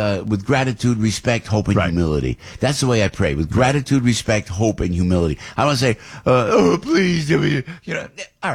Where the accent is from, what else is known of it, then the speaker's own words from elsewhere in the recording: New Jersey, United States; But look, I'm from Jersey, and I'm cynical of everything.